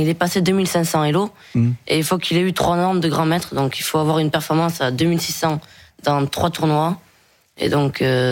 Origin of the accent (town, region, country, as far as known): Pau, Nouvelle-Aquitaine, France